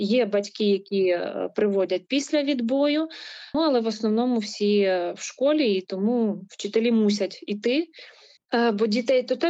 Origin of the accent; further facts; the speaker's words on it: Kyiv, Ukraine; Це моє рідне місто, це місце, де я народилася, це місце, де пройшло моє дитинство, де я працюю.